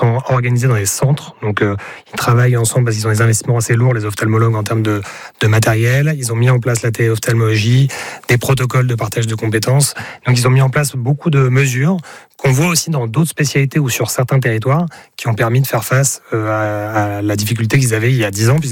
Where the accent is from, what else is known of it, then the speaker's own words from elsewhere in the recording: Hauts-de-France, France; alors moi je viens de Picardie, de l'Aisne par exemple